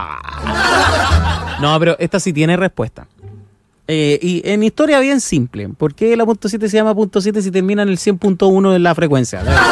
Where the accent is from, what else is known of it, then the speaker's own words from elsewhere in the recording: Valparaíso, Chile; yo soy de Valpo nomás.